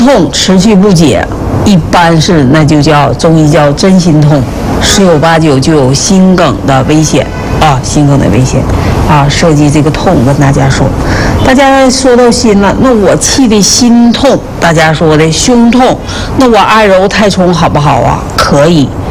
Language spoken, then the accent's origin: Chinese; China; 我们中国人